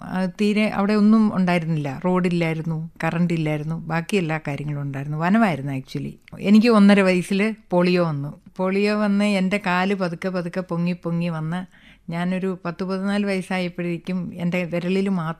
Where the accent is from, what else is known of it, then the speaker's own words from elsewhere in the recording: Kozhichal, Kerala, India; born there; ഞാൻ ജനിച്ചതൊക്കെ പയ്യന്നൂരിനടുത്ത്. പയ്യന്നൂരിൽ നിന്ന് 43 കിലോമീറ്റർ കിഴക്കോട്ട് പോയി കോഴിച്ചാൽ എന്ന് പറയും, അങ്ങനത്തെ ഒരു സ്ഥലത്താണ്